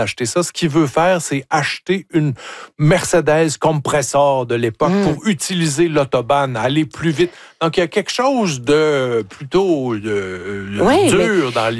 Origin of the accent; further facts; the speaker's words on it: Cookshire, Quebec, Canada; Je viens, je le répète, de Cookshire, comme disent les anglophones